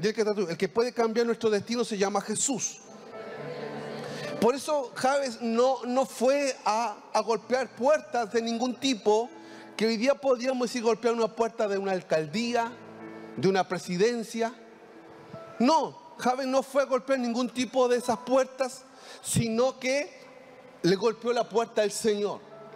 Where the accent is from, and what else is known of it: Concepción, Biobío, Chile; born there